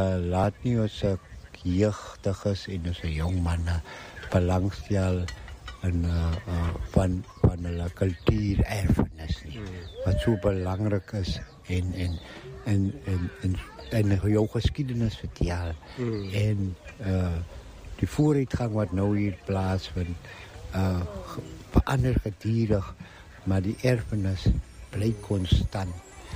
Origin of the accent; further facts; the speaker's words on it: Lambert's Bay, Western Cape, South Africa; Ek is van Lambert's Bay.